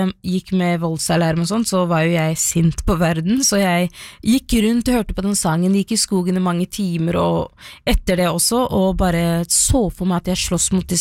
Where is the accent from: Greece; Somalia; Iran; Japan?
Somalia; now in Norway; folk vet at jeg er somalier.